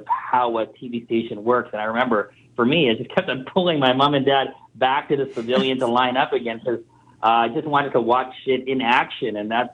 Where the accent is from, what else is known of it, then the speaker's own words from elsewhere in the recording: Victoria, British Columbia, Canada; I was from Victoria